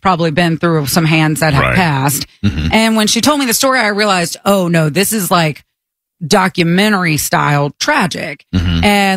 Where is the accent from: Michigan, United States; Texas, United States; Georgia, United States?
Georgia, United States; Augusta; So I was like, oh, I'm from Augusta.